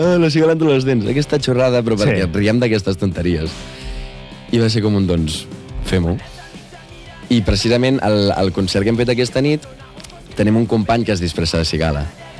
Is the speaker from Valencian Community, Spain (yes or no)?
no; El Vendrell, Catalonia, Spain; I, o sigui, el fet de ser de Vendrell de tota la vida, et donar la tranquil·litat...